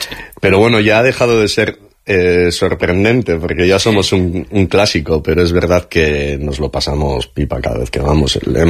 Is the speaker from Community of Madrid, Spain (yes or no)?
no; Eibar, Basque Country, Spain; Tenemos la mayoría de los miembros de … somos de Eibar, pero no todos.